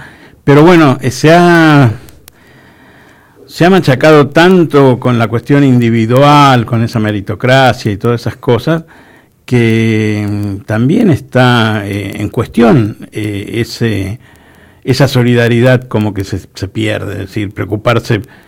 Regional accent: General Pinto, Buenos Aires Province, Argentina; moved away; also born or lived in Maipú, Buenos Aires; yo nací circunstancialmente en un lugar que se llama Maipú, en la provincia de Buenos Aires. Uh-huh. Me crié en otro pueblo que se llama General Pinto, que es cerca de Lincoln, Junín, toda esa, la ruta 188.

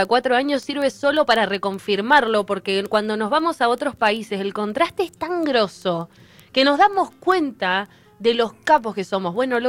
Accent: Argentina; Somos argentinos

